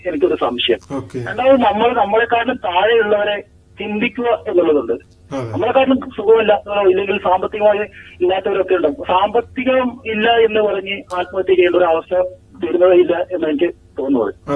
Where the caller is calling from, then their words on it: Kasaragod, Kerala, India; ഞാൻ കാസർഗോഡ് നിന്നാണ് വിളിക്കുന്നത്.